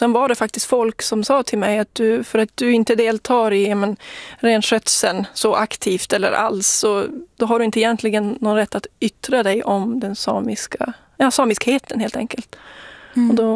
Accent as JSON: {"language": "Swedish", "town": "Jokkmokk", "region": "Norrbotten County", "country": "Sweden", "tie": "born or raised there", "said": "Ja, jag är då 19 år gammal. Jag kommer från Jokkmokk ursprungligen och jag bor fortfarande kvar."}